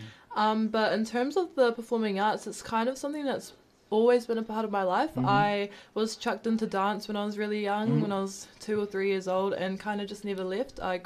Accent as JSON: {"language": "English", "town": "Porirua", "region": "Wellington", "country": "New Zealand", "tie": "born or raised there", "said": "So I am Porirua born and bred. My family was born into the Bay and I've moved around a bit since then."}